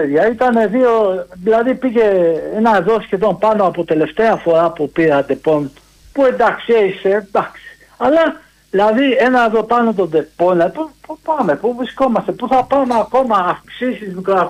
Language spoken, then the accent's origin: Greek; Chaidari, Attica, Greece; από το Χαϊδάρι.